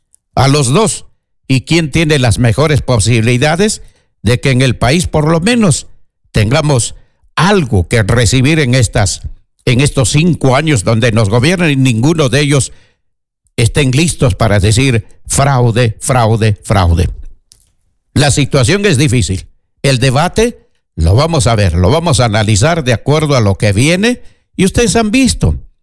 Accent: Peru; todos somos peruanos.

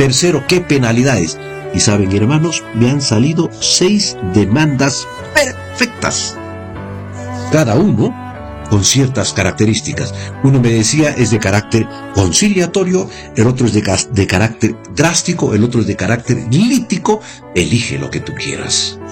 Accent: Peru; yo soy peruano.

